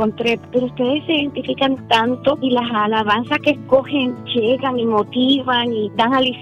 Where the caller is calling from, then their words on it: Jacksonville, Florida, United States; Ya le hablo de Jacksonville, Florida.